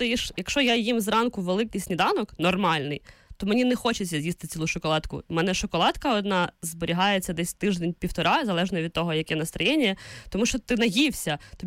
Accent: Vinnytsia Oblast, Ukraine; Це у нас на Вінниччині, так кажуть.

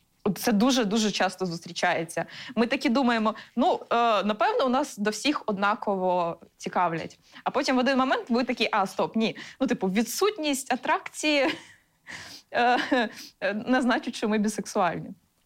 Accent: Mykolaiv, Mykolaiv Oblast, Ukraine; now in Kyiv, Ukraine; я взагалі з Миколаєва, але в Києві живу якийсь час. У мене мама переїхала в Київ, і я повертався назад в Миколаїв.

